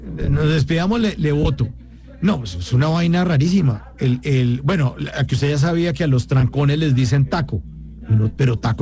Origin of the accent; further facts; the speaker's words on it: Bogotá, Colombia; now in Medellín, Colombia; Yo soy bogotano y estoy viviendo en Medellín.